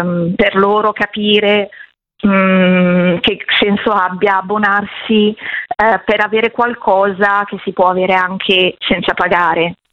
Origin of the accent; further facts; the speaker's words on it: Milan, Lombardy, Italy; Pur essendo milanese, sì.